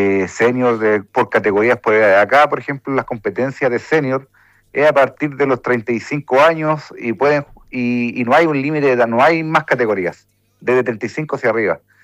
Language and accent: Spanish; Rancagua, O'Higgins, Chile; nosotros la mayoría somos de acá de la sexta región Rancagua.